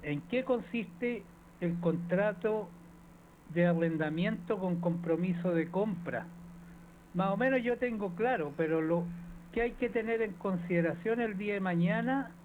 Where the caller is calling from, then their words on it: Quilpué, Valparaíso, Chile; de Quilpué.